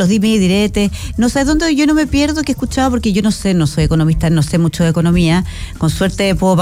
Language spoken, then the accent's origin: Spanish; Chile; Somos todos los chilenos, pues.